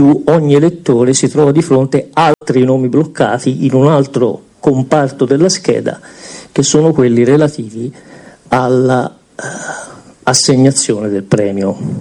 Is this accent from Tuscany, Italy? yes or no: yes; Tuscany, Italy; io sono toscano